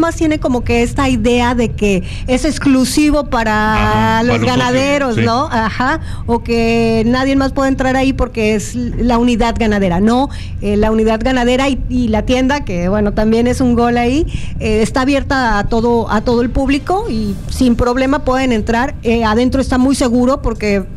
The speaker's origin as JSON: {"language": "Spanish", "town": "Villahermosa", "region": "Tabasco", "country": "Mexico", "said": "Sí, yo soy de aquí de Tabasco."}